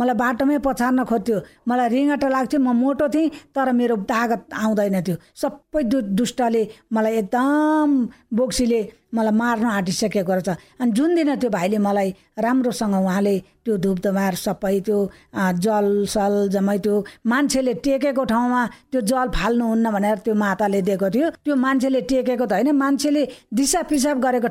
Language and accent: Nepali; Thori, Madhesh Province, Nepal; now in Fapar Bari, Nepal; अनि मेरो माइती चाहिँ ठोरी हो, मेरो घर चाहिँ फापरबारी हो।